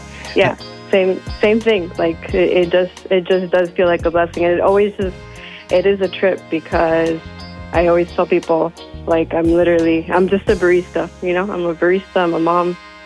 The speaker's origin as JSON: {"language": "English", "town": "Miami", "region": "Florida", "country": "United States", "tie": "born or raised there"}